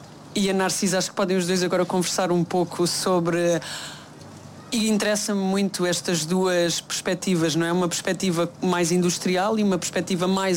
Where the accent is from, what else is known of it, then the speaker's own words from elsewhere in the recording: Alentejo, Portugal; Portanto, eu sou do Alentejo, do Baixo Alentejo.